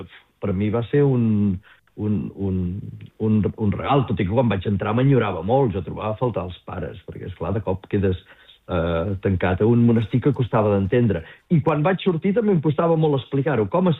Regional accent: Catalonia, Spain; moved away as an adult; now in Germany

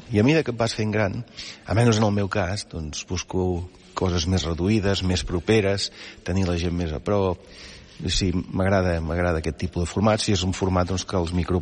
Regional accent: Banyoles, Catalonia, Spain; Jo sóc de Banyoles.

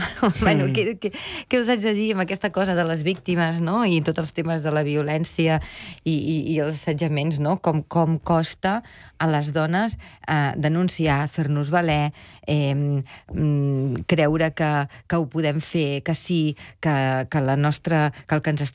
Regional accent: Catalonia, Spain; Com a bona catalana.

